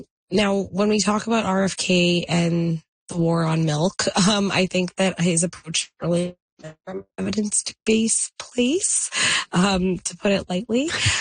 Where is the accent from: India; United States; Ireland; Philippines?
India; Not just in India, but I'll say India just because I'm Indian